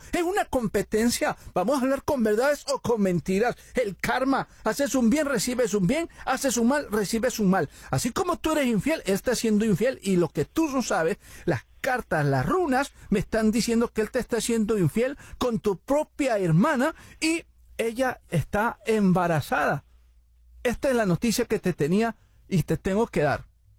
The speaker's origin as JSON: {"language": "Spanish", "town": "Catemaco", "region": "Veracruz", "country": "Mexico", "said": "de donde yo vengo, en Catemaco, Veracruz, no andamos por las ramas."}